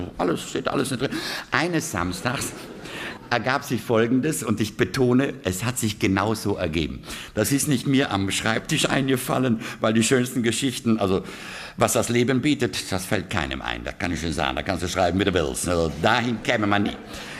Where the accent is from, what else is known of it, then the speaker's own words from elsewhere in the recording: Trentino-Alto Adige, Italy; now in Bonn, Germany; ich bin kein Bayer, ich komme aus Südtirol.